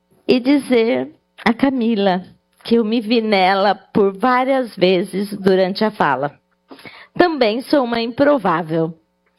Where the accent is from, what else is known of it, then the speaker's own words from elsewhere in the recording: São Paulo, Brazil; que eu sou do interior de São Paulo.